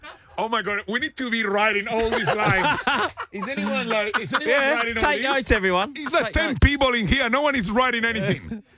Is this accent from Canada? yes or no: no; Australia; I'm Australian citizen, I promise. I got my papers.